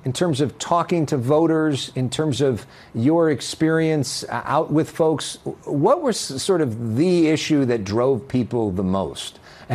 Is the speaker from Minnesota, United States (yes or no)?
no; California, United States; I just want to say, Harry, as a Californian, it's amazing that people count overnight.